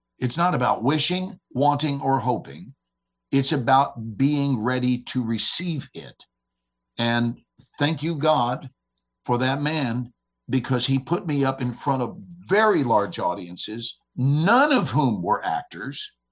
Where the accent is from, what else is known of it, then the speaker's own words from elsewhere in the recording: Texas, United States; You know, I'm from Texas, so this is the way so many people say.